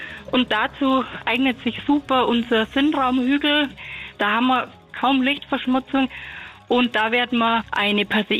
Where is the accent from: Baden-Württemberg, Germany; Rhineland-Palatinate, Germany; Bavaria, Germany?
Bavaria, Germany; eine Kirabiere, wie man bei uns im Allgäu sagt, also eine Stirnlampe.